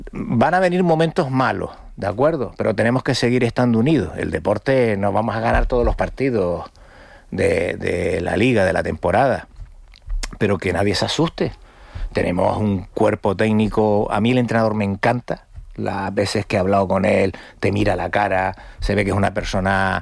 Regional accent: Las Palmas de Gran Canaria, Canary Islands, Spain; born there; para los que venimos del barrio de Cruz de Piedra ahí enfrente

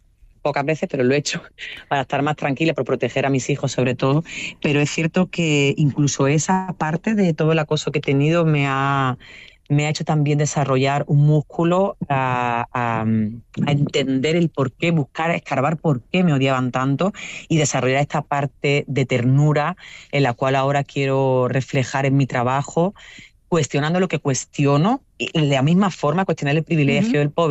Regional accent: Andalusia, Spain; si yo soy blanca, pero yo soy andaluza, no soy catalana, ni soy vasca.

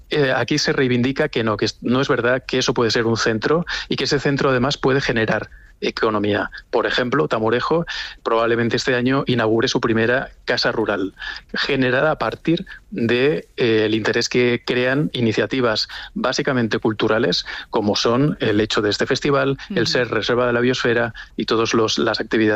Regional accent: Extremadura, Spain

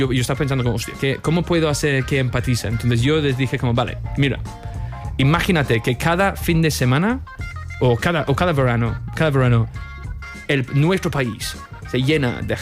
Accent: Spain; yo soy bastante español, pero tengo esto

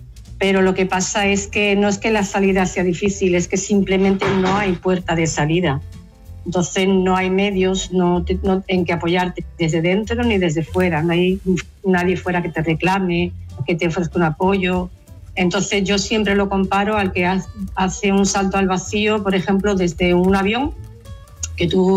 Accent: Seville, Andalusia, Spain; A Sevilla, yo soy de Sevilla.

